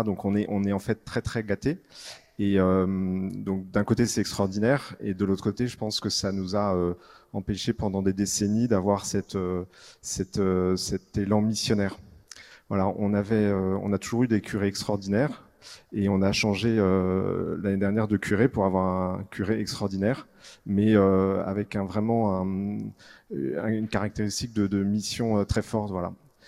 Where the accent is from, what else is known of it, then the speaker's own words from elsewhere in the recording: Paris, Île-de-France, France; Donc on est parisien, on vit dans le 16e à Paris et notre paroisse c'est Saint Honoré des Laux.